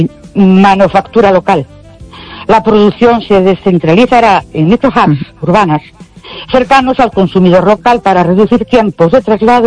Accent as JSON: {"language": "Spanish", "town": "Ourense", "region": "Galicia", "country": "Spain", "said": "Buenas noches … de Orense."}